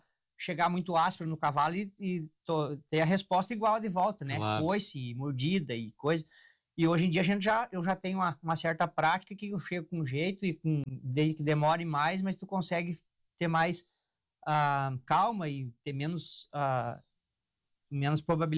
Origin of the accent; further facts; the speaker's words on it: Barros Cassal, Rio Grande do Sul, Brazil; now in Soledade, Brazil; ele era de Barros Cassal, eu sou de Barros Cassal, e ele de Soledade